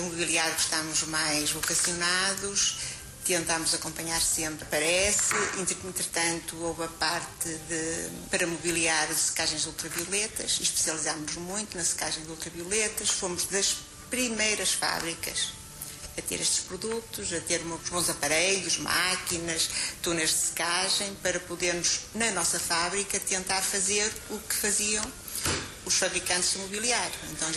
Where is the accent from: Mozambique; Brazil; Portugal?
Portugal; Felgueiras, Norte; born there; Eu digo sempre que sou do Unhão. Eu digo sempre que vivo no Unhão. E não vivo no Unhão. Vivo aqui numa aldeia próxima.